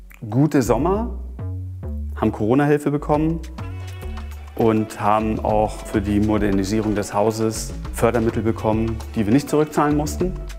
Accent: Rügen, Mecklenburg-Vorpommern, Germany; bin 49 Jahre alt, bin hier auf Rügen geboren und in Görn aufgewachsen

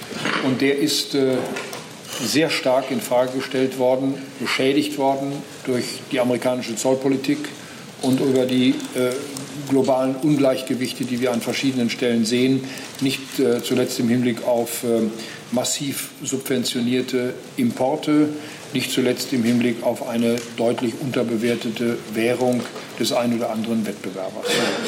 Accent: North Rhine-Westphalia, Germany; ich komme aus dem Land Nordrhein-Westfalen.

